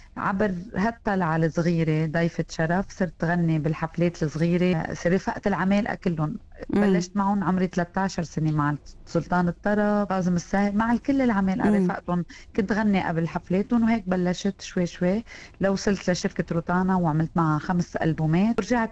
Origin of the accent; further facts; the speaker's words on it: North Governorate, Lebanon; born there; أنا من لبنان، من كل لبنان، بس أنا تحديدا من شمال لبنان. أكيد ربيت بعائلة كبيرة، وكل العالم يمكن اللي بيعرف … بيعرفوا عائلة فنية.